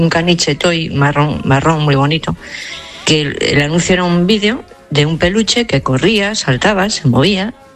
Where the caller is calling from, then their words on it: Santander, Cantabria, Spain; Hola, buenos días. … de Santander.